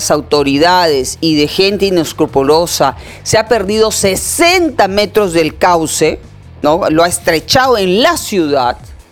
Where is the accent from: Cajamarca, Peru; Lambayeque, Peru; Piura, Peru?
Piura, Peru; yo soy ciudadana, yo soy piurana.